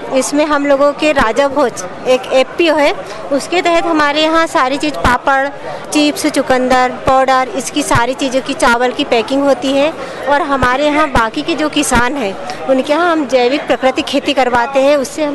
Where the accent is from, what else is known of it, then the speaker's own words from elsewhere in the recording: Palakhed, Madhya Pradesh, India; Sir. मैं ग्राम पालाखेड़ से हूँ, ब्लॉक मोखेड़ से, जिला छिंदवाड़ा।